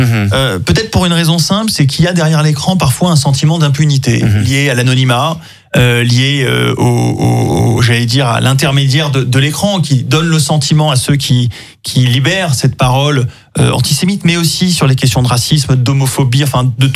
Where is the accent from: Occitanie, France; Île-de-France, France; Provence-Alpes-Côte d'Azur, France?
Occitanie, France; Toulouse; born there; also born or lived in Montpellier; je suis né à Toulouse, j'ai vécu également deux ans enfant à Montpellier